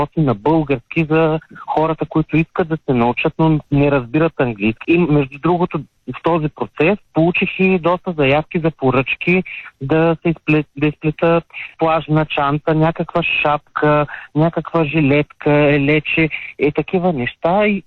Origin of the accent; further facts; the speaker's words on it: Ruse, Ruse Province, Bulgaria; аз работех далеч от родния ми град Русе и живеех в този хотел